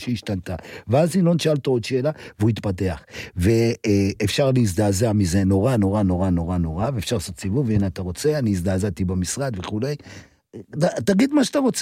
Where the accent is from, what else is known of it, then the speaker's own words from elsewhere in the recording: Jerusalem, Jerusalem District, Israel; אני גדלתי בירושלים, בהפגנות היו קוראים לשוטרים נאצים.